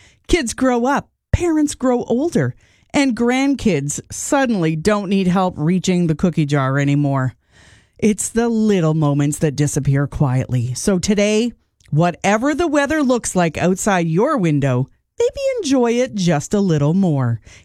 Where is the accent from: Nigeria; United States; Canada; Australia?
Canada; we're Canadian. It's part of the culture.